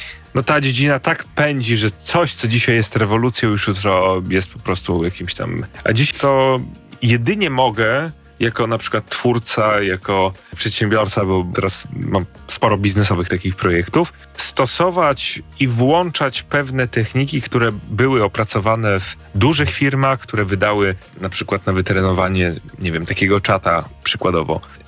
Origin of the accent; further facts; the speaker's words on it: Białystok, Podlaskie Voivodeship, Poland; also born or lived in Greece; No bo tu się wychowałem. To znaczy w Grecji się urodziłem, ale w wieku 6 lat na stałe tutaj przylecieliśmy.